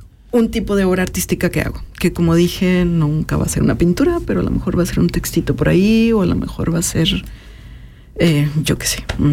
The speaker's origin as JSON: {"language": "Spanish", "country": "Mexico", "moved": "as an adult", "said": "siempre me asumo como inmigrante. O sea, cuando me preguntan, yo no siempre digo soy inmigrante mexicana. Pero tengo muchísimos años viviendo fuera de México. Muchísimos."}